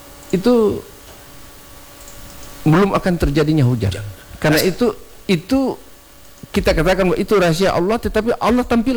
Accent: Ternate, North Maluku, Indonesia; kita orang Ternate sebenarnya kaya sekali dengan orang punya budaya ini.

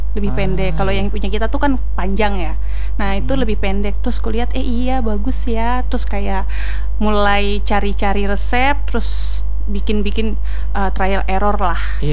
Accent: Java, Indonesia; moved away; aku kebetulan kecilnya dulu kan di Jawa ya.

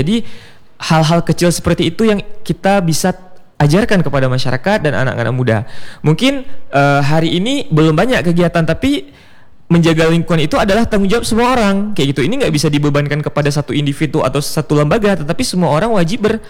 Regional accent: Aceh, Indonesia; di desa saya. Di Allahab, Cot Gire, Kabupaten Aceh Utara.

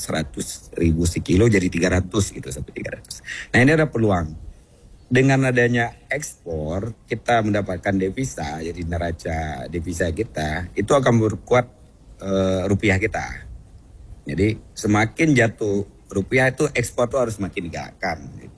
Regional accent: Aceh, Indonesia; also born or lived in Jakarta; kita Aceh

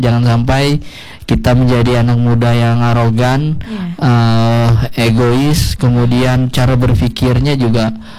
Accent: Central Kalimantan, Indonesia; Diriset sebuah karya kita, orang Kalimantan Tengah.

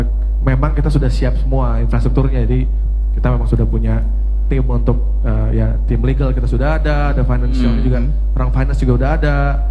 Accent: Ciledug, Banten, Indonesia; Memang kita kan tumbuh di di Ciledug gitu ya, di Jalan Ciledug Raya. Kita race in Ciledug lah gitu ya.

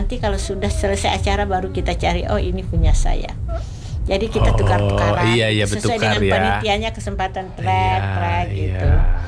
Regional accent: South Sulawesi, Indonesia; Adapun beberapa saya lihat itu kebiasaan orang kita Bugis tradisinya

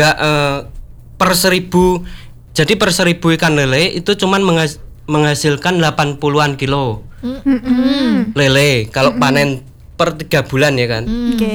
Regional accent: Ngawi, East Java, Indonesia; aku dari Kendal Ngawi.

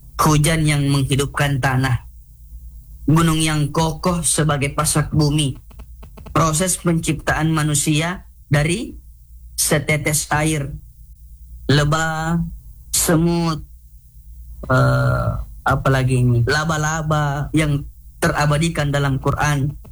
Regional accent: South Sulawesi, Indonesia; Saya sebagai orang Bugis bisa mengatakan ini Sekdi.

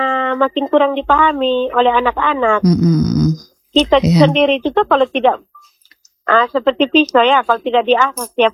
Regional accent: Rote, East Nusa Tenggara, Indonesia; moved away

